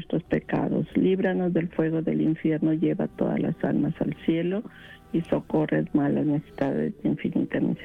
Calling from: Moreno Valley, California, United States; De Moreno Valley.

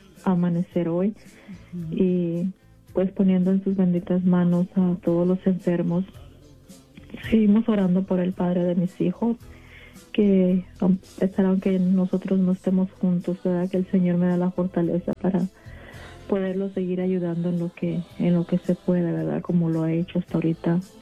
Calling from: Riverside, California, United States; de Riverside.

